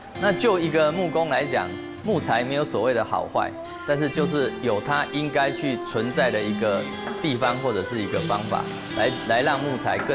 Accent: Penghu County, Taiwan; 我本身是澎湖人，

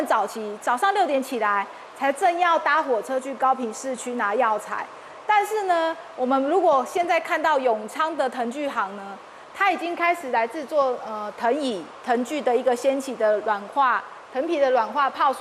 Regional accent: Pingtung County, Taiwan; 我们屏东人

